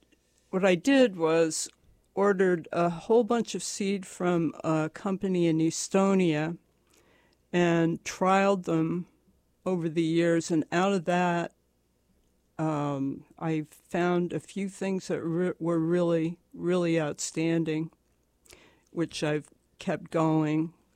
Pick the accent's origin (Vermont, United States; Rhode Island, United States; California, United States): Vermont, United States; Sutton; I grew up in Sutton, right in the middle of the Northeast Kingdom, and West Burke is right beside us.